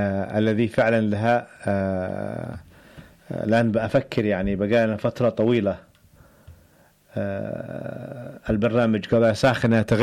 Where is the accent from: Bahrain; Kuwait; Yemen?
Yemen; فأين الموقع، موقعنا إحنا كيمنيين من الأوضاع هذه؟